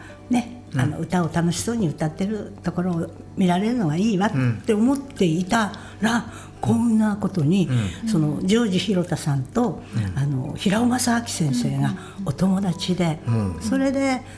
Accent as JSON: {"language": "Japanese", "town": "Sapporo", "region": "Hokkaido", "country": "Japan", "tie": "born or raised there", "moved": "as an adult", "said": "うちのおばあちゃんね青森県出身なのね、うん、でお母ちゃんと私が札幌で生まれ育ったんですけれども"}